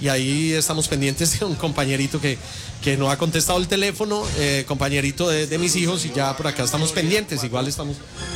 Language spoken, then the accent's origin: Spanish; Manizales, Caldas, Colombia; moved away